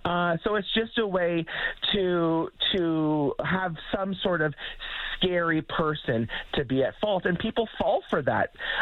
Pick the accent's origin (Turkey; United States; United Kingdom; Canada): Canada; You know, I didn't have representation growing up in Canada in the 80s and 90s of who I was as a person